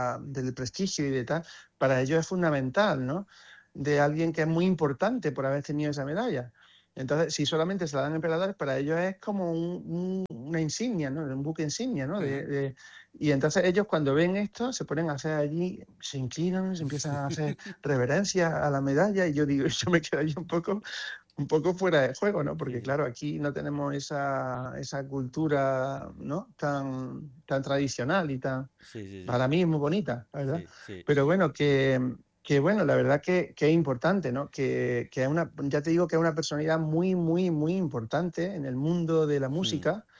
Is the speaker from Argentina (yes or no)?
no; Andalusia, Spain